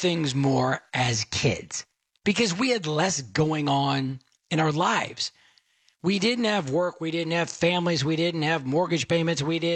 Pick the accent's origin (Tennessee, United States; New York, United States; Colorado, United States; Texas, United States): Texas, United States; Dallas; I grew up in Dallas